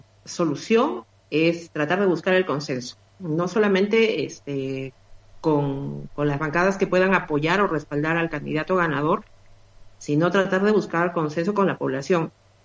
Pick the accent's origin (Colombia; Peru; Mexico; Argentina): Peru; lo único que esperamos como peruanos